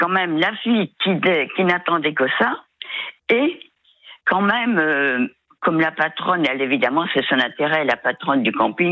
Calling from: Pays de la Loire, France; Moi, je suis en Loire-Atlantique.

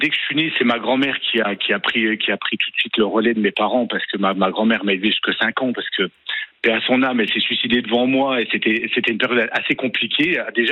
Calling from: Thionville, Grand Est, France; je suis dans l'est de la France, je suis de Thionville.

